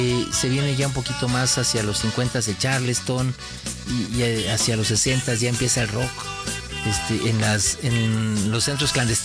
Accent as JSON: {"language": "Spanish", "country": "Mexico", "said": "como somos los mexicanos"}